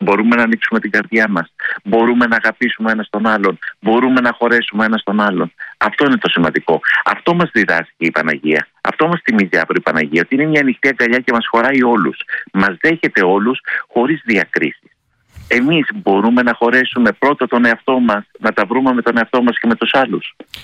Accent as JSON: {"language": "Greek", "country": "Greece", "said": "στη δικιά μας συνείδηση, αυτό είναι στη δικιά, στο δικό μας το πετσί σαν Έλληνες."}